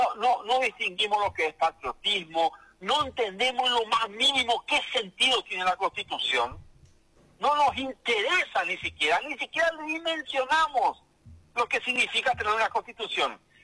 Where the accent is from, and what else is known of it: Paraguay